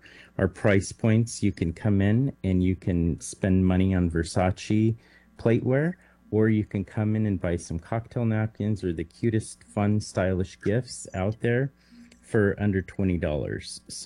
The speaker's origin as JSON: {"language": "English", "town": "Bakersfield", "region": "California", "country": "United States", "tie": "born or raised there", "said": "We were born and raised in Bakersfield, and coming on the weekends, stopping at Jocko's to eat and McClintock's back in the day"}